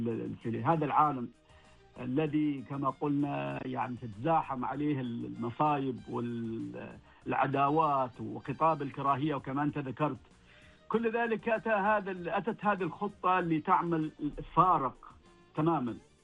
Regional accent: Oman; بمجرد ما أذكر إني من سلطنة عمان

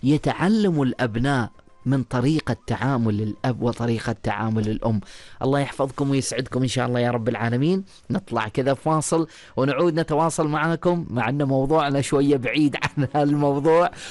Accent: Oman; وهذا اللي تربينا عليه في سلطنة عمان

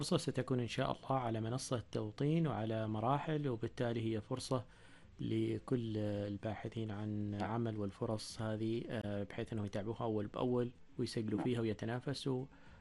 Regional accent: Oman; نحن كعمانيين

